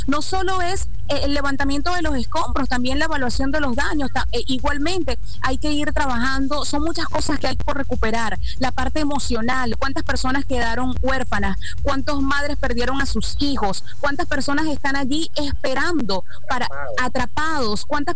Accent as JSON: {"language": "Spanish", "town": "Puerto Ordaz", "region": "Bolívar", "country": "Venezuela", "tie": "born there", "also_born_or_lived": "Caracas", "moved": "yes", "lives_now": "Maturín, Venezuela", "said": "Yo nací en Caracas nada más, pero me crié entre Puerto Ordaz y acá ya tengo 18 años en Maturín"}